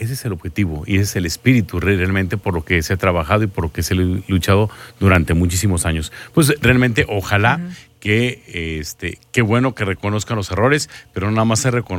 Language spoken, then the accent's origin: Spanish; Mexico; Ya ves cómo somos los mexicanos.